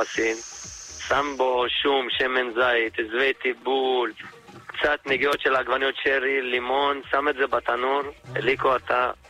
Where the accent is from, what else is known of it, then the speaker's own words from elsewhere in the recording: Petah Tikva, Central District, Israel; מפתח תקווה